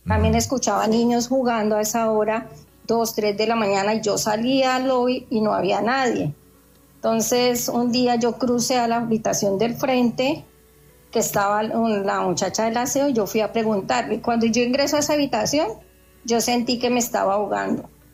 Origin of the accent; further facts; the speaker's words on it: Villavicencio, Meta, Colombia; porque pues yo soy de aquí de Villavicencio